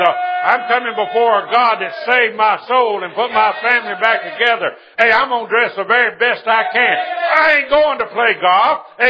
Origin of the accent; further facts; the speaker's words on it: Mississippi, United States; We was raised in Mississippi